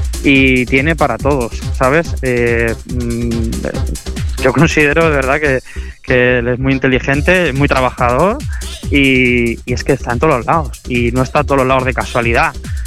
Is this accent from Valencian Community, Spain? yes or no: no; Toledo, Castilla-La Mancha, Spain; yo soy de Toledo